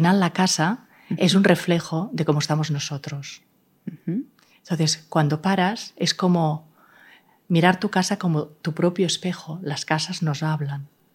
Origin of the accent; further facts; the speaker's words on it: Spain; also born or lived in Hong Kong; A cabo de casi 8 años regresé a España